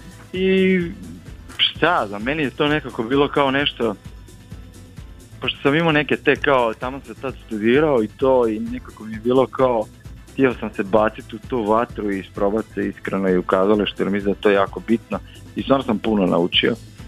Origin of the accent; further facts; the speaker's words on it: Croatia; kod nas u Hrvatskoj